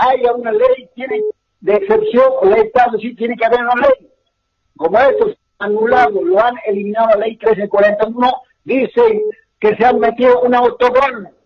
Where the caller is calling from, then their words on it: El Alto, La Paz, Bolivia; Desde Satélite Norte